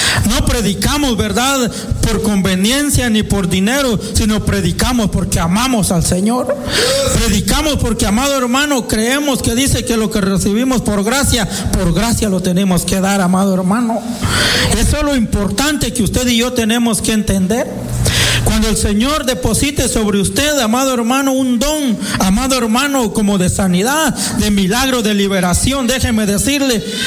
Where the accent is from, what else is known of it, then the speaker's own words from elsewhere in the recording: San Marcos, Guatemala; now in Lake Forest, United States; Yo soy de Guatemala, desde el departamento de San Marcos